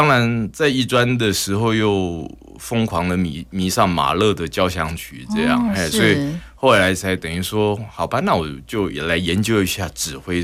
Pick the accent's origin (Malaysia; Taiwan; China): Taiwan; 我们台湾人